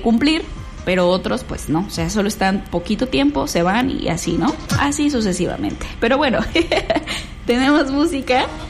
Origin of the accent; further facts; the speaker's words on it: Mexico; uno como mexicano